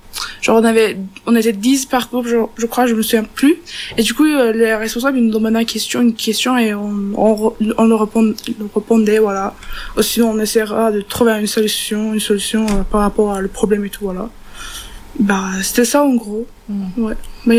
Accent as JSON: {"language": "French", "country": "Turkey", "second_language": "French", "said": "Des fois que je suis turque. Et je suis pas française, je suis pas une citoyenne française."}